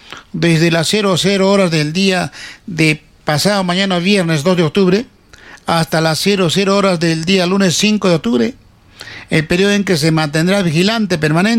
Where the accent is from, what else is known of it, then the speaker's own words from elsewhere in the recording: Cerro Colorado, Arequipa, Peru; born there; now in Sachaca (Congata/Chumayo area), Peru; pues yo también, hijo cerreño, pero que tengo familia, siempre voy a mi distrito, que vuelve a mi tierra donde he nacido, ¿no? Donde me ha parido mi madre. Siempre voy, por más que vive en Congato Chumayo, yo siempre voy a Cerro Colorado.